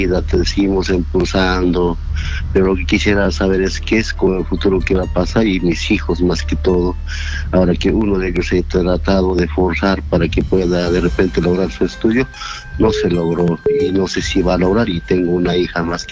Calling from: Cusco, Peru; Del Cusco

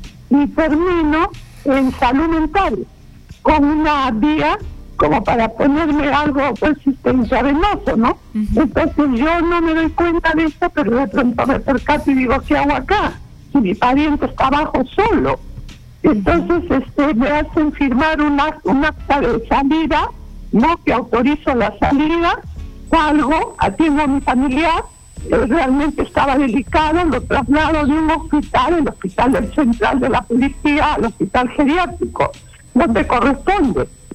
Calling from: Lima, Peru; De Pueblo Libre.

